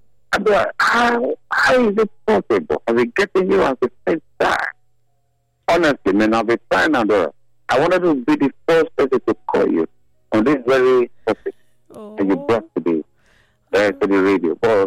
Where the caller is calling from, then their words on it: Paris, Île-de-France, France; Yeah, I'm reaching you from Paris.